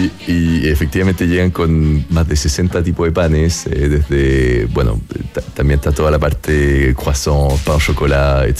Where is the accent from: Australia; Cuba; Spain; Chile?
Chile; born there; also born or lived in France / Paris; nacido y criado hasta los 5 años en Francia. Y pero ahora ya me siento chileno, cada año me siento más chileno.